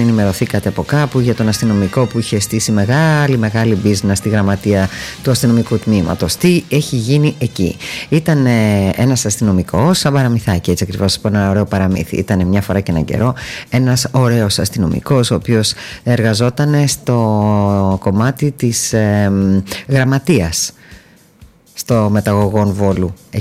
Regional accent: Volos, Thessaly, Greece; moved away; στην πατρίδα μου, γιατί από εκεί κατάγομαι, από το Βόλο

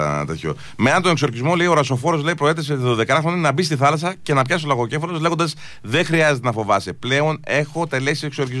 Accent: Greece; Εγώ, σαν Έλληνας πολίτης

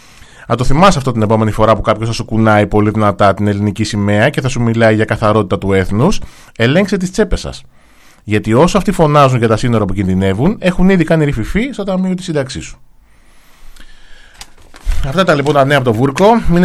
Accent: Greece

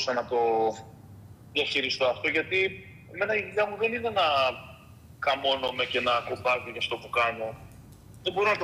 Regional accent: Kozani, Western Macedonia, Greece; Εγώ η καταγωγή μου είναι από την Κοζάνη.

